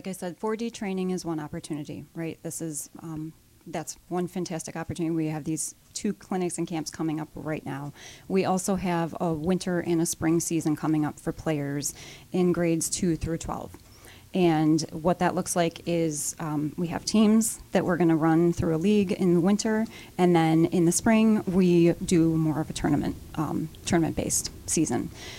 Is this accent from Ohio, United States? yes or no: no; Irondequoit, New York, United States; now in Colorado, United States; growing up in West Irondequoit, that is a very special place to grow up, and it's a community, and our roots run deep there.